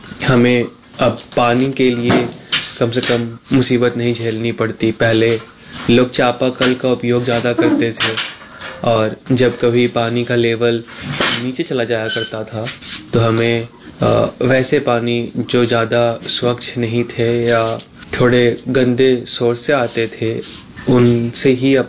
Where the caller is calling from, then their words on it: Gopalganj, Bihar, India; मैं गोपालगंज जिले का रहने वाला हूँ